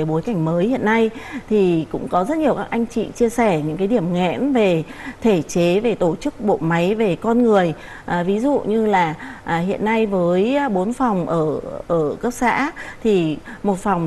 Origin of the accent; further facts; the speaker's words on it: Hanoi, Vietnam; Chúng tôi cũng là công dân là sống từ bé ở Hà Nội, lại còn ở phố cổ đấy.